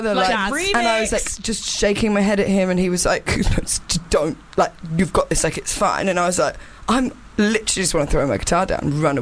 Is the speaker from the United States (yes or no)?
no; Bournemouth, South West England, United Kingdom; I'm from Bournemouth